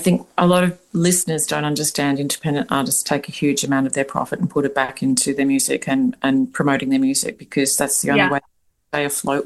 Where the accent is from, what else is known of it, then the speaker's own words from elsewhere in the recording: Australia; As an Australian person